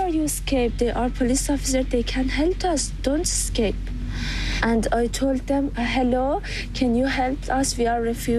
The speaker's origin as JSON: {"language": "English", "country": "Afghanistan", "said": "I'm 22 years old. I'm married and I live here with my husband and my daughter. And I'm from Afghanistan."}